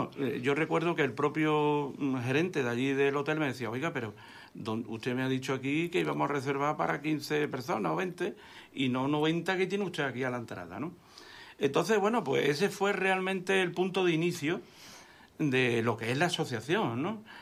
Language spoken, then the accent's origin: Spanish; Málaga, Andalusia, Spain; nosotros nos sentimos muy malagueños, nosotros somos de Málaga